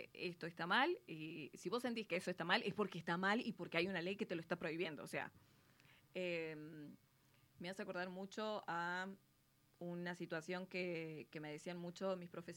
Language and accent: Spanish; Argentina; como los argentinos decimos